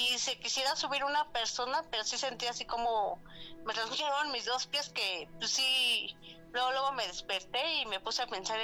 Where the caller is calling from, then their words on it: Metepec, State of Mexico, Mexico; De aquí de Metepec, del Estado de México.